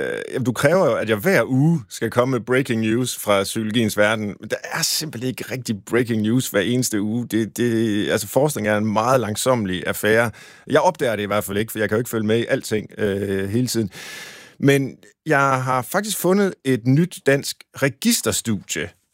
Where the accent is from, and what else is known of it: Tjørring, Central Denmark Region, Denmark; born or raised there